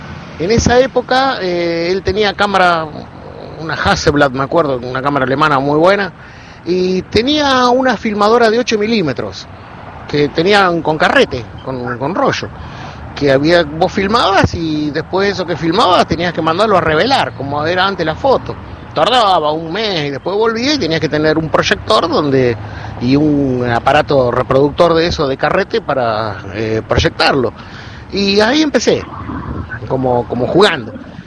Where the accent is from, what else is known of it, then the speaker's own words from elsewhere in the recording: Villa Cañas, Santa Fe, Argentina; moved away as an adult; now in Villa Mercedes, Argentina; Yo nací en Villa Cañas, provincia de Santa Fe. Mirá. El pueblo de Mirta Legrand, me dicen algunos. Sí, también, pero me vine acá. Yo soy más mercedino que santafesino